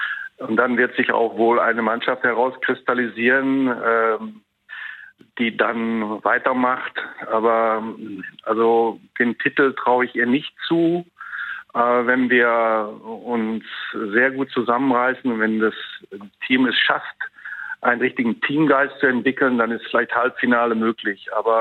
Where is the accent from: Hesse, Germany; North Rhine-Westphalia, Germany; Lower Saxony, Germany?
North Rhine-Westphalia, Germany; Dorsten; Ich komme ursprünglich aus Dorsten in Westfalen und da war Fußball immer an erster Stelle